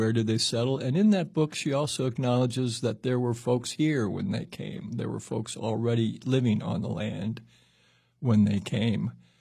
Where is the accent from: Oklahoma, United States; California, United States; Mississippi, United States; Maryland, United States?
Mississippi, United States; Greenville; born there; I was born in Greenville, Mississippi.